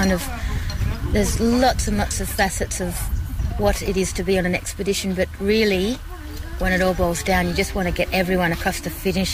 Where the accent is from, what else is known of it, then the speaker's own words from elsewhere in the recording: Hobart, Tasmania, Australia; I grew up in Tasmania, in Hobart, right on the edge of the water on the Derwent River.